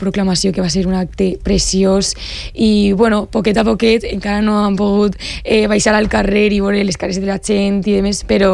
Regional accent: Benetússer, Valencian Community, Spain; Jo he crescut en Benetússer, és el meu poble i la meva casa, i res, tota la vida. He anat al col·legi allí

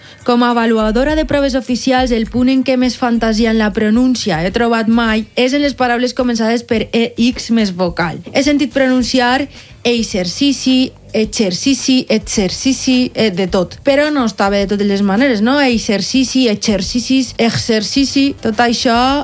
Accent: Valencian Community, Spain; És veritat, jo soc de la Plana Baixa i per ahir aquestes coses les escoltem.

